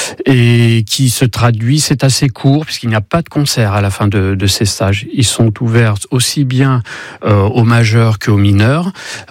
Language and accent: French; Châteauroux, Centre-Val de Loire, France; moved away as an adult; also born or lived in Paris / Brussels / Berlin; Je suis né à Châteauroux, voilà, je suis Castelroussin, j'ai fait mes études au conservatoire de Châteauroux.